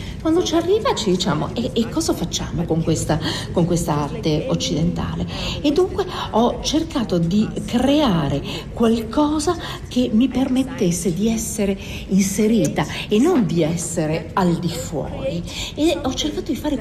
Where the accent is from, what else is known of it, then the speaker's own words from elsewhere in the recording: South Africa; nel frattempo in Sudafrica, nel mio paese, ci siamo trovati con dei leader che in realtà non hanno idea di dove stanno andando